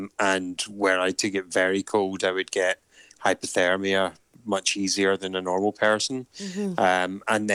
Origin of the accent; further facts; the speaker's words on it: Scotland, United Kingdom; now in Portadown, United Kingdom; I am Scottish